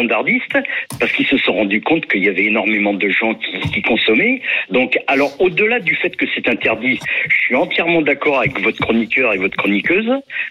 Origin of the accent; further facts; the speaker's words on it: Tourcoing, Hauts-de-France, France; moi j'ai vécu mon enfance à Tourcoing.